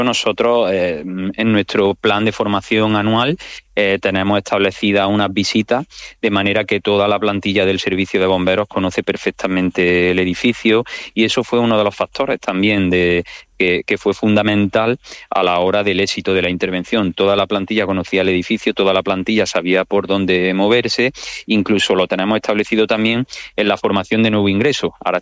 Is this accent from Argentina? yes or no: no; Córdoba, Andalusia, Spain; los que somos de aquí de Córdoba